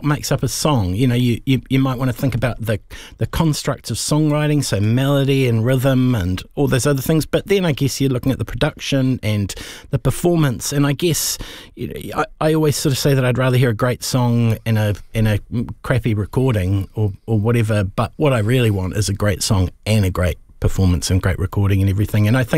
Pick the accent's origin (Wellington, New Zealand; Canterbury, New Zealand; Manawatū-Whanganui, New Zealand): Canterbury, New Zealand; Timaru; I remember hearing it, like Radio Caroline growing up in Timaru as a child